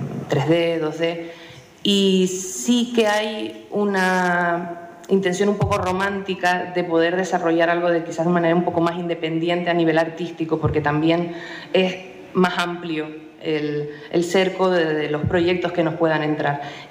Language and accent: Spanish; La Orotava, Canary Islands, Spain; born there; yo soy de la Rotava, entonces tengo como muchas historias que tienen que ver con jugar en los barrancos y en las tenerías